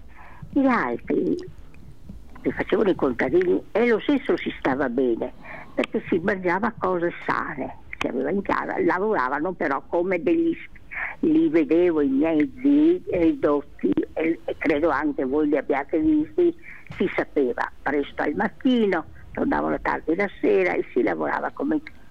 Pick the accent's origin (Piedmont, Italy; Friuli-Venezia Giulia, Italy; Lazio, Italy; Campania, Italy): Friuli-Venezia Giulia, Italy; Trieste; born there; amo anche i nordici perché sono nata a Trieste